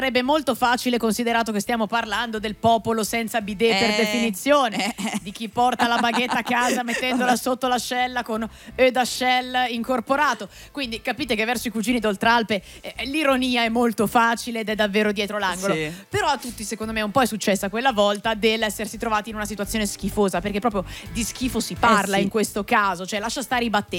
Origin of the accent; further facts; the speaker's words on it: Lombardy, Italy; io vengo dal lago di Como